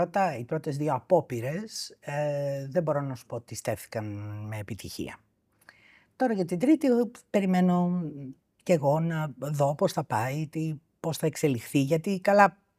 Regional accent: Greece; born or raised there; also born or lived in Istanbul, Turkey

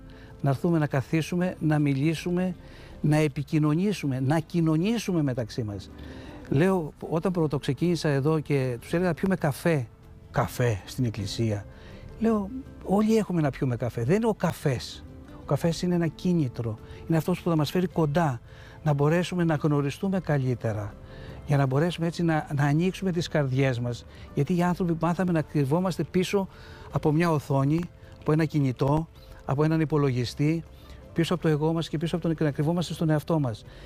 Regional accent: Volos, Thessaly, Greece; moved away as an adult; now in Portaria, Greece; Γεννήθηκα, μεγάλωσα στο Βόλο. Εκεί πήγα σχολείο, εκεί μετά έφυγα στις σχολές μου, σπούδασα, έφυγα και έλειπα τα περισσότερα χρόνια της ζωής μου.

